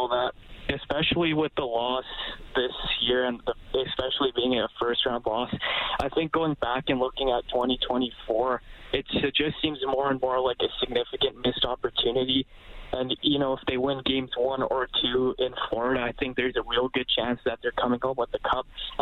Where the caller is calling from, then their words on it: Calgary, Alberta, Canada; I'm from Calgary.